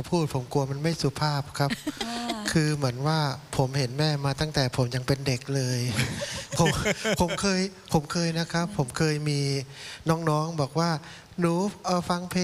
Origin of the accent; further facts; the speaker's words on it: Surin, Thailand; moved away as an adult; now in Chiang Mai, Thailand; ผมเป็นลูกคนจีนอยู่สุรินทร์นะครับ